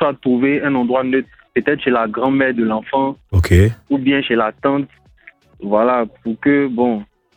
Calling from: Port-Bouët, Abidjan, Côte d’Ivoire; je vous appelle de Port-Boué, Gonzac.

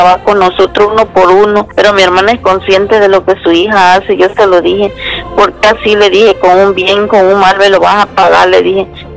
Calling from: Cárdenas, Tabasco, Mexico; De aquí, de Cárdenas, Tabasco.

